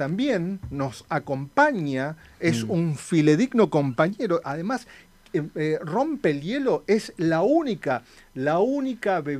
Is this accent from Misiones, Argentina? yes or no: yes; Misiones, Argentina; moved away; en Misiones, lugar de donde yo vengo